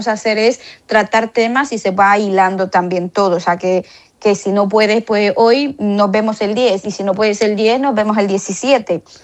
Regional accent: Riobamba, Chimborazo, Ecuador; now in Spain; Si estás en la cordillera de los Andes, de donde soy yo, en Riobamba

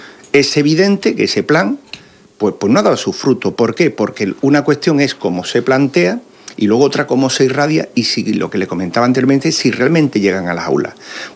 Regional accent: Andalusia, Spain; moved away; igual que los centros de mi tierra, ¿no?, de origen, de Andalucía

